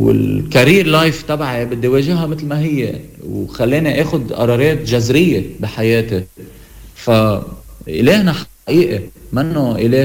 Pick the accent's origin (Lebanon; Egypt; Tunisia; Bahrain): Lebanon; أنا شاب لبناني